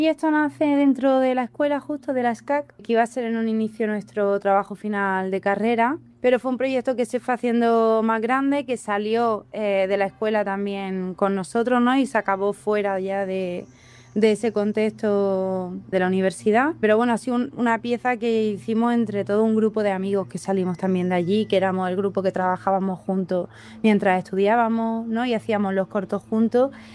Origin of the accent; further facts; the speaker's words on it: Granada, Andalusia, Spain; now in Madrid, Spain; Yo soy una directora de Granada, afincada ahora en Madrid.